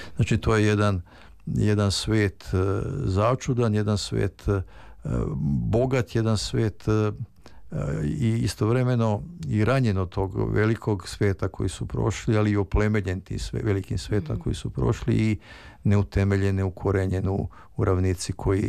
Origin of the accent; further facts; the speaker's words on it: Vojvodina, Serbia; u mom selu, u kojem sam odrastao, u Banatu, kolonističkom selu